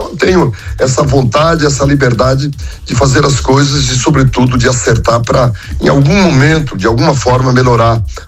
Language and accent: Portuguese; Blumenau, Santa Catarina, Brazil; Porque eu sou de Blumenau, né? Então, nós aqui em Blumenau sofremos todas as intempéries